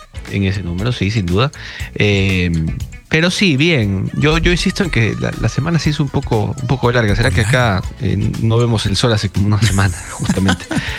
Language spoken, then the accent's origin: Spanish; Guayaquil, Guayas, Ecuador; born there; yo nací en Guayaquil.